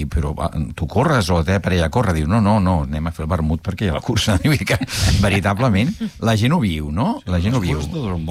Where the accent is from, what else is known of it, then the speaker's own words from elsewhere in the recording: Barcelona, Catalonia, Spain; De fet, clar, jo vinc de Sants. Sants també hi ha barri.